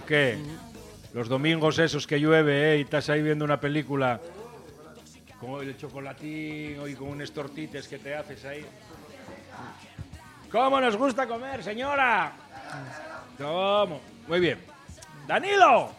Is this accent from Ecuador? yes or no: no; Asturias, Spain; Que somos asturianos, maldita sea.